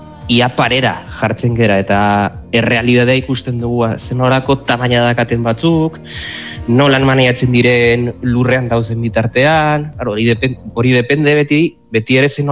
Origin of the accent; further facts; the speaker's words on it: Vitoria-Gasteiz, Basque Country, Spain; also born or lived in San Sebastián; ze ni Donostiarraz jaiotzez, eta 2001 Gasteizera jo nintzen.